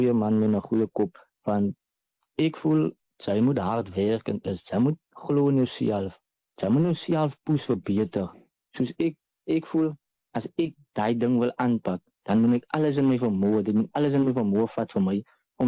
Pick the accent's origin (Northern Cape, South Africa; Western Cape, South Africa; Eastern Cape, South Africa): Western Cape, South Africa; Lamberts Bay; die vis daar gevang raak en is wel ook bekend vir ons voeleiland en dan ons seafood restaurante. So ek is oorspronkelijk van Lammersbaai